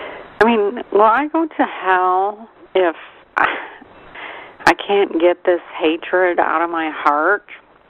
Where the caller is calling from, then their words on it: Nevada, United States; I'm calling from Nevada.